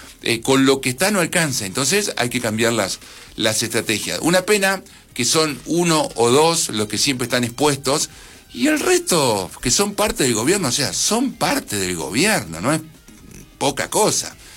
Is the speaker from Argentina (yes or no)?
yes; Carmen de Patagones, Buenos Aires Province, Argentina; soy de Patagones